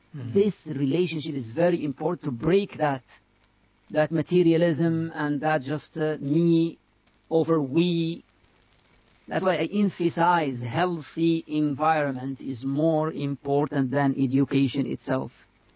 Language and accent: English; United Arab Emirates; I grew up in Emirates, not in Mauritania.